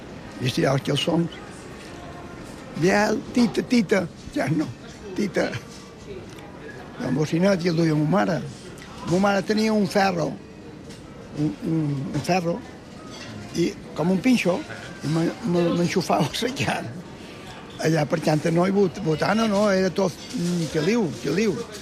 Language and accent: Catalan; Palma, Balearic Islands, Spain; born there; Jo vaig néixer en el Matadero. M'entén, ma mare pelava peus i jo em fotien a dins un meritxanota i em tiraven un racó. Això és així. Quan vaig començar a caminar, ma mare pelava peus i jo estava a 50 metres de la nave dels xocs, de l'escorxó de Palma.